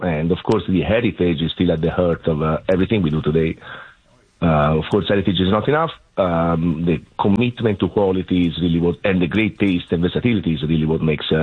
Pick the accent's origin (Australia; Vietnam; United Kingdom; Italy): Italy; Florence, Tuscany; moved away as an adult; now in United States; I'm originally from Florence. Personally, I'm from Florence, born and raised Firenze. Wow. And wow. I moved to the U.S. about 20 years ago because of my wife.